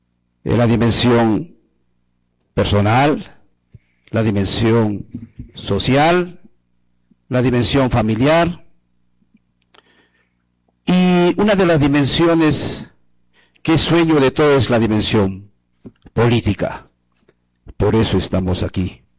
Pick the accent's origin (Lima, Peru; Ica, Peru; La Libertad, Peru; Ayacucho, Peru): Ayacucho, Peru; Coracora; moved away; also born or lived in Puyo; nuestra tierra Coracora